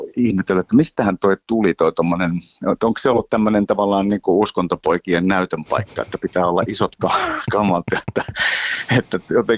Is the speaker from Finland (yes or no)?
yes; Oravikoski, North Savo, Finland; moved away; mä tulin niin kuin Oravikosken kaivoskylältä tuommoiseen ammattilaisbändiin